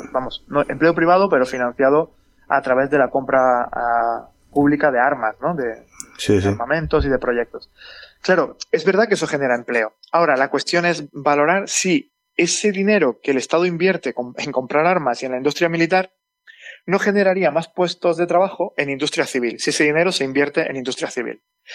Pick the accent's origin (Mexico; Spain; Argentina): Spain; Jaén, Andalusia; yo soy de Jaén